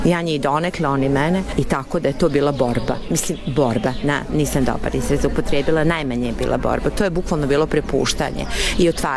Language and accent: Serbian; Serbia; moved away as an adult; sa 31 dve sam došla iz Srbije, ali uvek to pomenim, tog momenta kad sam ja došla ovde